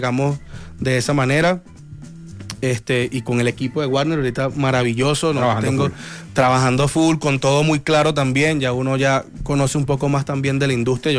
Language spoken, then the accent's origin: Spanish; Caracas, Capital District, Venezuela; el de Caricuao.